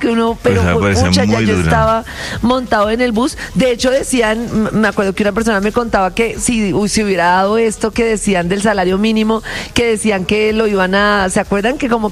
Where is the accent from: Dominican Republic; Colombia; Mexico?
Colombia